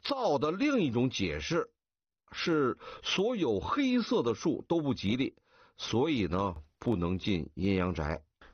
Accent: Beijing, China; born there; 这个老北京人家里边院子里种枣树很普遍呢啊。我记得我小的时候住在外公家啊，他家的院子里就种着两棵枣树。

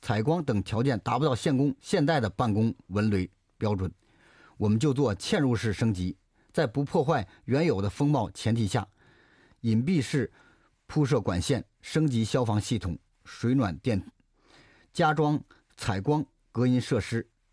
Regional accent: Tianjin, China

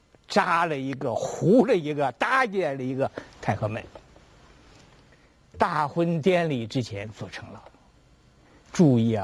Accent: China; 我们中国人，北京人

